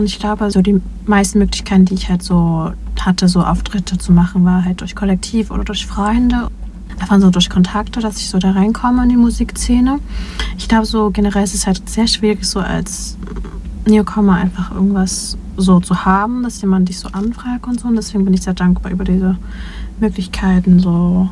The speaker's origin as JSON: {"language": "German", "country": "Vietnam", "said": "ich freue mich aber sehr, dass ich so Teil davon bin, so als Vietnamese und queere Person auch."}